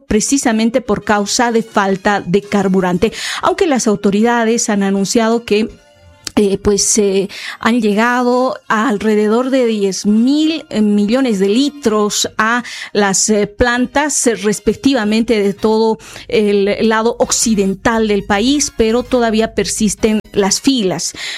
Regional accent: Bolivia; qué estamos haciendo como bolivianas, como bolivianos

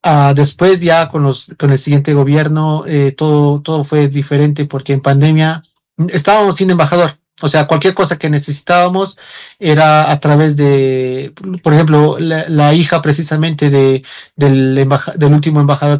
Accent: Bolivia; now in Colombia; yo como boliviano

